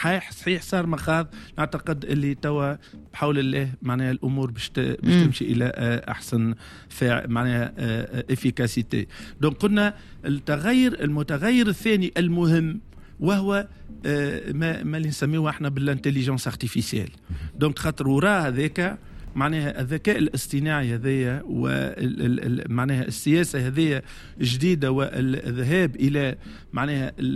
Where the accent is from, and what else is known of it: Tunisia